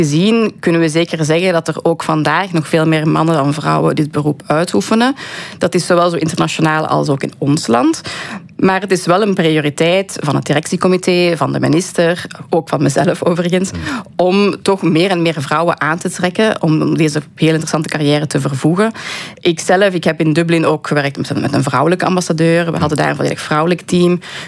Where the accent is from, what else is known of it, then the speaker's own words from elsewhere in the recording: Belgium; now in Washington, United States; Het is toch belangrijk voor ons om ook hier tijd door te brengen om die connecties met ons thuisland goed te behouden.